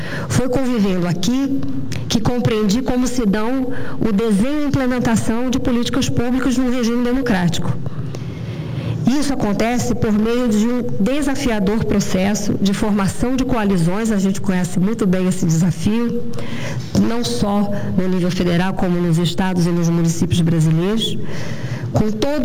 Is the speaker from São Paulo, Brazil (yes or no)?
no; Brasília, Federal District, Brazil; porque eu sou de Brasília, eu nasci de Brasília e eu vivo em Brasília. Vivi praticamente a minha vida toda pública aqui em Brasília.